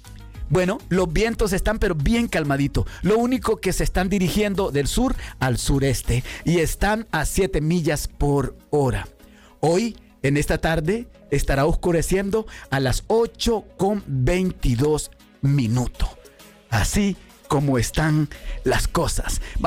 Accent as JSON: {"language": "Spanish", "country": "Honduras", "lives_now": "United States", "said": "Y uno de los países es mi pueblo, mi país, Honduras. No ha llovido, hermano."}